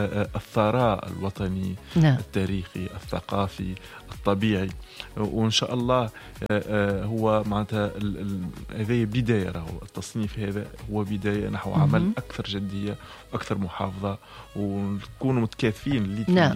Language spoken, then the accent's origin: Arabic; Tunisia; تعرفوا شنو عندنا في تونس؟